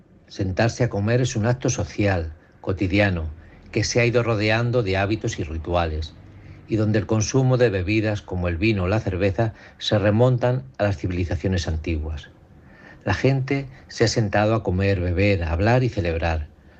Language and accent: Spanish; Socuéllamos, Castilla-La Mancha, Spain; década de 1960, en mi pueblo, Socuéllamos, un pueblo manchego de gran tradición vinícola, una merienda muy habitual que tomábamos los niños era una cata de vino.